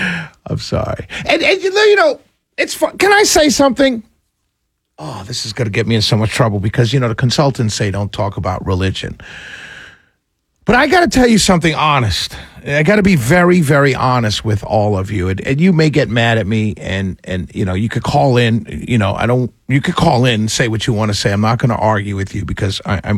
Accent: New York, United States; now in the South, United States; growing up in New York and going to my church.

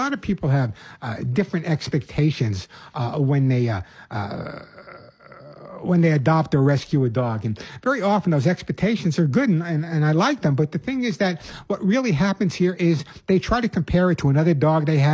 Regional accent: New York City, New York, United States; When I was growing up in the Bronx, boxes, yes, I did.

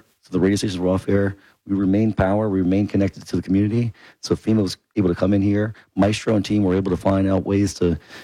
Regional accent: New Orleans, Louisiana, United States; as a kid in South Louisiana, growing up in New Orleans

